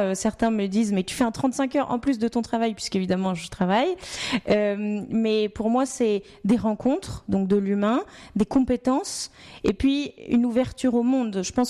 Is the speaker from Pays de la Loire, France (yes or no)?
yes; Nantes, Pays de la Loire, France; now in Bordeaux, France